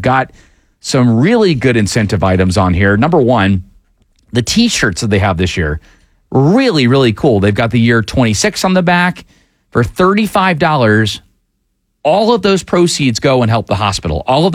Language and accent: English; Atlanta, Georgia, United States; number one, I grew up in Atlanta, so I've always known this institution to be what it is.